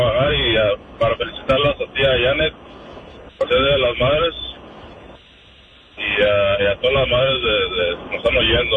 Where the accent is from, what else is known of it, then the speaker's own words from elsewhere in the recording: Michoacán, Mexico; saludos también para todos los maristas también de mi tierra, de Michoacán.